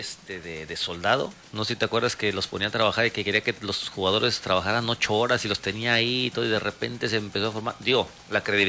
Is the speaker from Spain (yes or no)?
no; Poza Rica, Veracruz, Mexico; moved away; Ahí está mi veterana, mi tierrita.